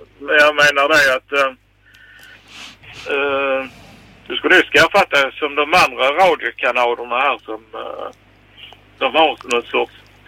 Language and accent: Swedish; Malmö, Skåne, Sweden; Ja, jag var uppväxt i Limhamn.